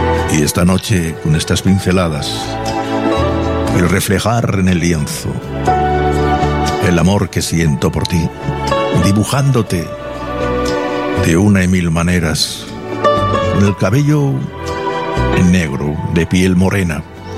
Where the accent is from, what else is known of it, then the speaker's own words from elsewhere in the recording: Region of Murcia, Spain; Y yo soy murciano por los cuatro costados, José.